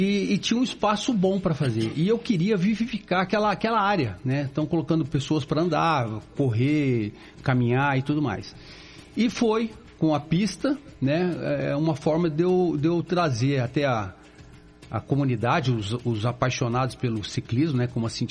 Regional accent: Apucarana, Paraná, Brazil; moved away as an adult; also born or lived in Pato Branco, Brazil / Amazon, Brazil; Eu nasci em Pato Branco, mas fui criado em Apucarana. Então eu me considero pé vermelho, né?

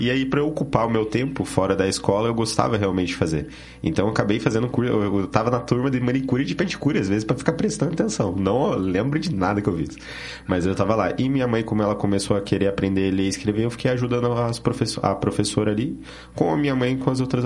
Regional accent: Curitiba, Paraná, Brazil; Sou nascido aqui em Curitiba mesmo.

